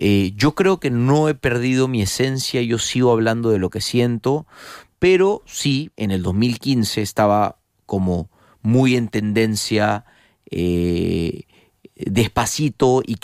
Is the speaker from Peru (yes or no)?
yes; Peru; moved away as an adult; now in Spain; me siento muy orgulloso de ser peruano y adoro mi país